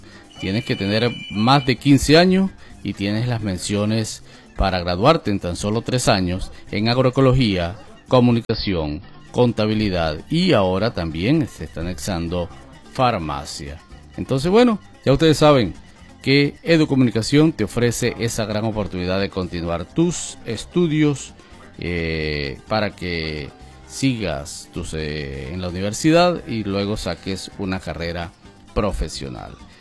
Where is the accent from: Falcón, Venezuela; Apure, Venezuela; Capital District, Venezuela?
Apure, Venezuela; Guasdualito; un personaje de mi tierra, personaje de Guasdualito